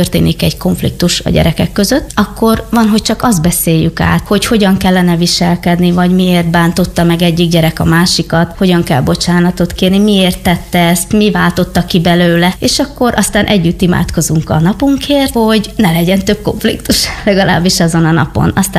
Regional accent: Zakarpattia Oblast, Ukraine; now in Hungary; mert én Kárpátaljáról jöttem, és más szokásaim vannak, másképp éltük a hétköznapjainkat, másképp is beszélek

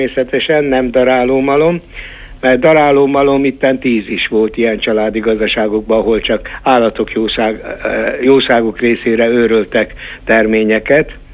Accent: Hungary; born or raised there

